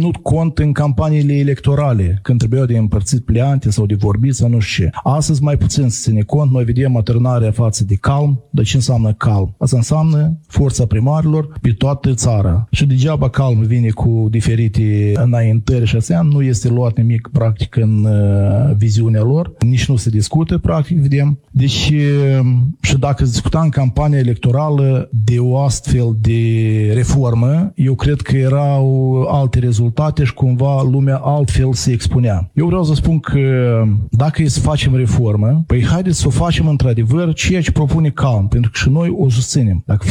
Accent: Căpriana, Strășeni District, Moldova; Eu vin de la Căpriana și spun întotdeauna că acolo este centru cultural și spiritual a țării noastre. Este o localitate și astăzi spun că este cu o populație de peste 2600 de locuitori.

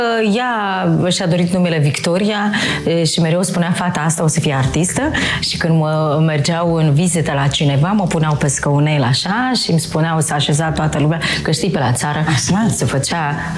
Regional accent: Pelinia, Drochia District, Moldova; born or raised there

